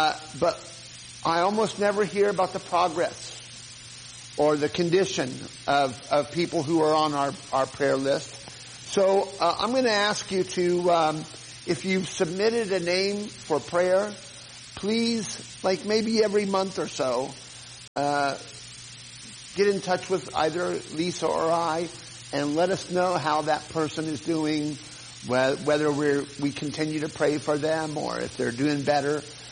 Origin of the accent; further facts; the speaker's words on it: Ohio, United States; moved away; I'm from Ohio.